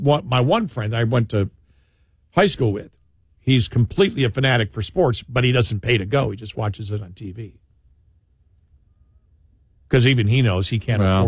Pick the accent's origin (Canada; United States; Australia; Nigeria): United States; Buffalo, New York; born or raised there